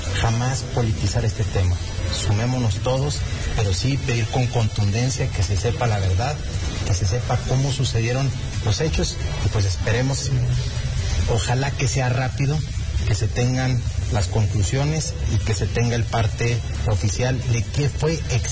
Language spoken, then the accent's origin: Spanish; Durango, Mexico; somos duranguenses, todos vivimos aquí.